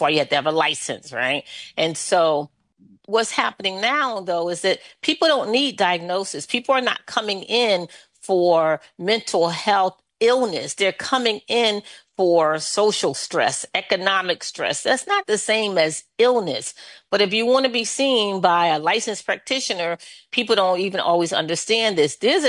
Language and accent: English; Philadelphia, Pennsylvania, United States; So growing up in Philly was interesting. I was the youngest of seven.